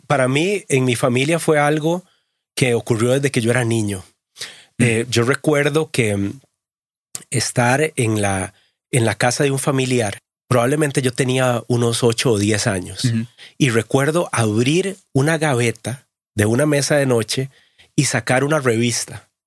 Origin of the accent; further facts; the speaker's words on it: Costa Rica; yo crecí en Costa Rica, en una familia de hombres.